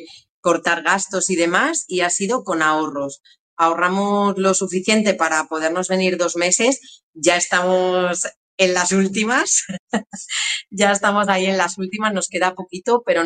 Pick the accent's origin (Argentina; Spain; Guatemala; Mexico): Spain; Guadalajara, Castilla-La Mancha; es de la misma provincia que somos nosotros, somos de Guadalajara.